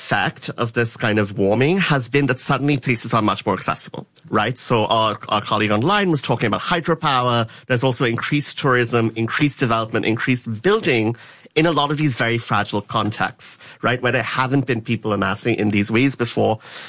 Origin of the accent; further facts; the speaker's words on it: Pakistan; And it's interesting, Todd, because I'm from Pakistan.